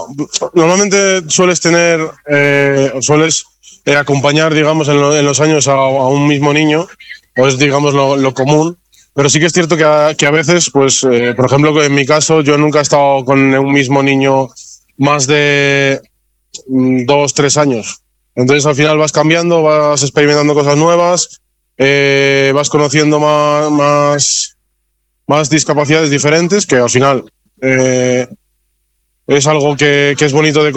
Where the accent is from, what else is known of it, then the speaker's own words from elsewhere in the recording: Ponferrada, Castile and León, Spain; now in Barcelona, Spain; Lo que pasa es que yo soy de aquí de Ponferrada.